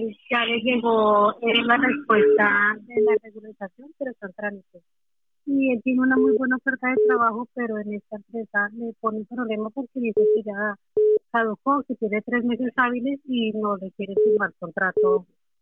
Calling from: Madrid, Community of Madrid, Spain; Hola, buen día con … de Valleca.

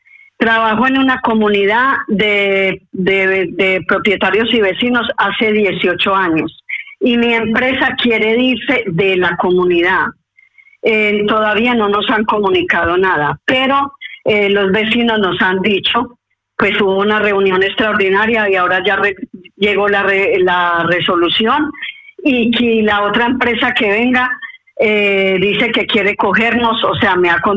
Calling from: Torremolinos, Andalusia, Spain; vivo en Torremolinos.

